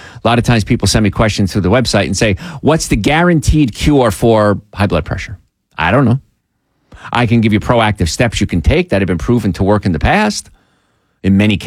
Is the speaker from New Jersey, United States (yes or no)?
yes; New Jersey, United States; And when I was young, I grew up in New Jersey and I grew up as a truck driver.